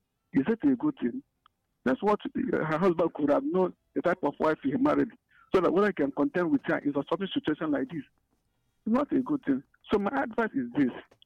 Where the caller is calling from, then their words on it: Abakaliki, Nigeria; I'm calling from Abakba.